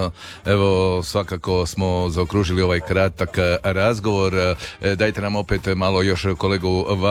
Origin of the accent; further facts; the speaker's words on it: Istria County, Croatia; bi rekli mi u Istri delo gre dobro.